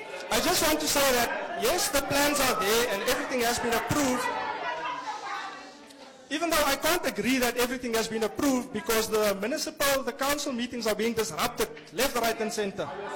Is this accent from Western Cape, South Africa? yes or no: no; Kimberley, Northern Cape, South Africa; Ek is nie van Calvinia nie. Ek is van Kimberley van Roodepan.